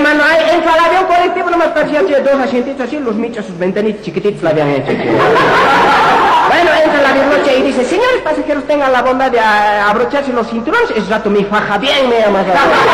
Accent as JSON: {"language": "Spanish", "country": "Bolivia"}